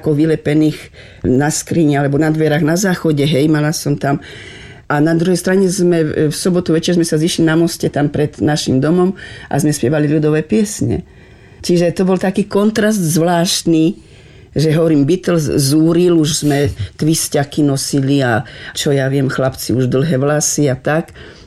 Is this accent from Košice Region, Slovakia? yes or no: yes; Veľké Kapušany, Košice Region, Slovakia; born there; moved away